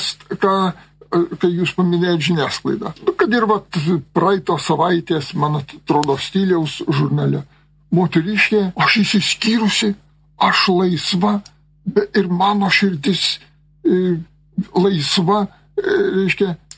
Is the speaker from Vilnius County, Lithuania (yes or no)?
no; Zarasai District, Utena County, Lithuania; moved away; Bet aš prisimenu ir savo kaimą, kur po 5-6 vaikus turėjo, buvo sodybose ir į mokyklą mes iš kaimo eidavom pulkas vaikų į Zarasų rajone, Degučiuose buvo mano mokykla ir iš mūsų kaimo 4 kilometrus mes būrių vaikai eidavom.